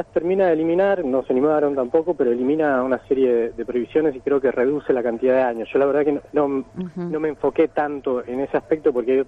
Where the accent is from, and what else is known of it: Argentina